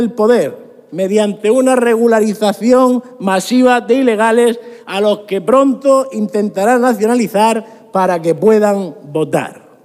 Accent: Spain; Señorías, como españoles, sin duda alguna, este es el principal y más grave factor que determina el actual estado del país

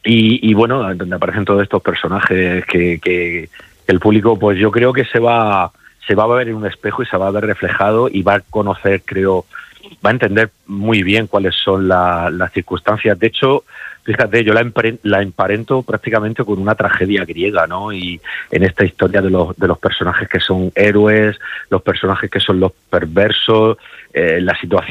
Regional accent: Region of Murcia, Spain; moved away; siempre venir aquí a la región a trabajar, a la tierra de donde eres

